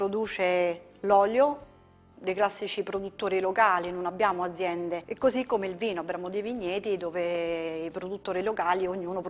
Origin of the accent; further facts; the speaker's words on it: Falvaterra, Lazio, Italy; Io sono nata qui a Falvaterra, ci vivo, ho le mie radici e non la lascerò mai.